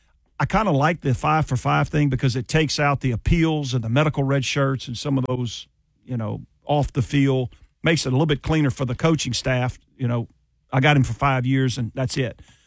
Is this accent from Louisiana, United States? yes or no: yes; Baton Rouge, Louisiana, United States; And I'm from Baton Rouge, you know. grew up in Baton Rouge, grew up a Tiger fan.